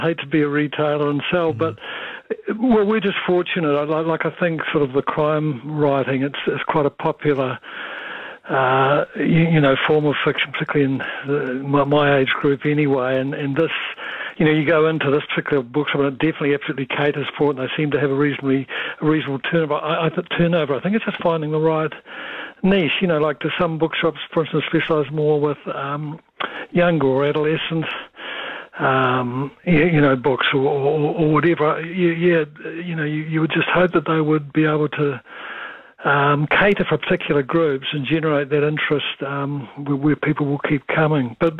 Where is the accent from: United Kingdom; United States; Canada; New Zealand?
New Zealand; Christchurch, Canterbury; Look, we read a lot of books and we're from Christchurch.